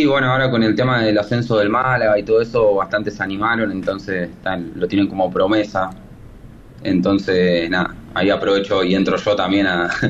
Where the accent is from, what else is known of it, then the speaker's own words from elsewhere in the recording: Quilmes, Buenos Aires Province, Argentina; moved away as an adult; now in Madrid, Spain; yo soy allá de Argentina, de Quilmes